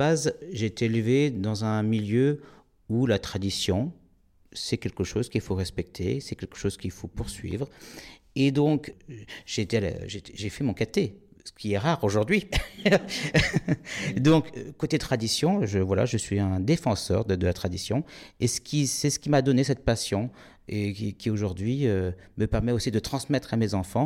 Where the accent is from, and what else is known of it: Nouvelle-Aquitaine, France